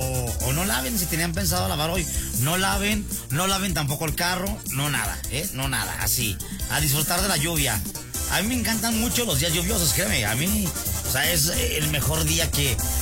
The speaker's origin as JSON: {"language": "Spanish", "country": "Mexico", "said": "Ah, soy mexicano y no me gustan los taquitos de hígado."}